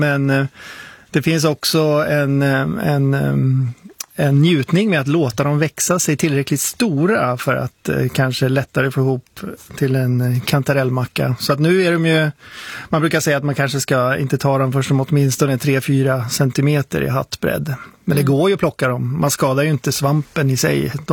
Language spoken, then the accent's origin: Swedish; Sweden; Jag är svensk, det är hemligt.